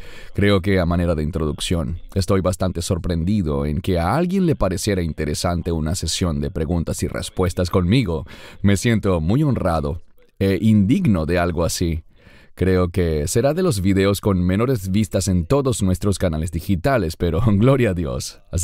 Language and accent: Spanish; Sydney, New South Wales, Australia; also born or lived in Santiago, Chile; yo nací en Chile, pero principalmente fui criado aquí en Australia.